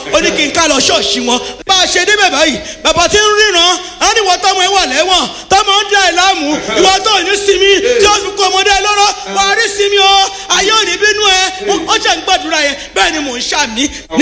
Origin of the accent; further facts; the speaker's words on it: Lagos, Nigeria; ọmọ Èkó ni mí